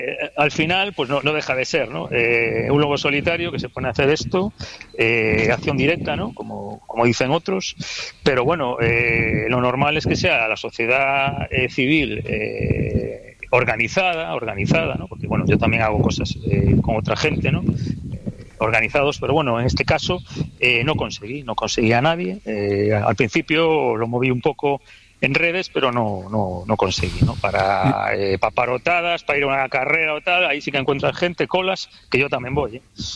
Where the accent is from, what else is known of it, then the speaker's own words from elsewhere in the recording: Galicia, Spain; Yo, los cursos fluviales en unos ríos gallegos, bueno